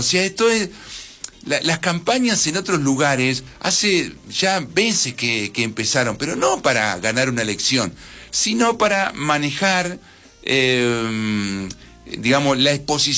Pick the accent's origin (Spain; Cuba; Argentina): Argentina; Carmen de Patagones, Buenos Aires Province; soy de Patagones